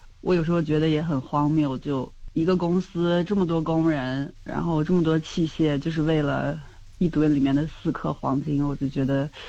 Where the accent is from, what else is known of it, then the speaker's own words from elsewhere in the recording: Shanxi, China; moved away as an adult; now in Kalgoorlie, Australia; 别人都会问我说你哪里的，我说山西人的